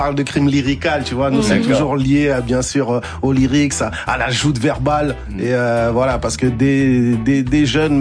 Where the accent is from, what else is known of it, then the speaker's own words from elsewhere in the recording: Île-de-France, France; c'est ça la puissance de grandir dans des quartiers comme celui où on a grandi à Garches-Charcelles. C'est un multiculturel.